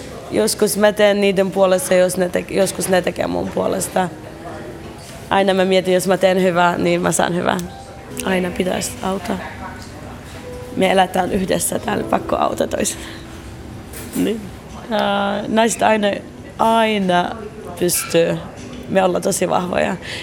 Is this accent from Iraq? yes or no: yes; Baghdad, Baghdad Governorate, Iraq; Finnish is a second language; now in Finland; Mutta ei, mä oon Bagdadista, niin meillä ei yleensä tällainen.